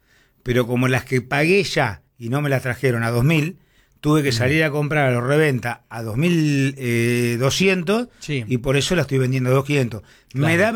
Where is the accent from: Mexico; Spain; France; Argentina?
Argentina; somos bravos los argentinos.